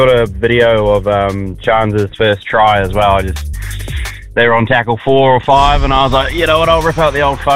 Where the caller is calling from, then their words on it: Christchurch, Canterbury, New Zealand; I'm in Christchurch, mate.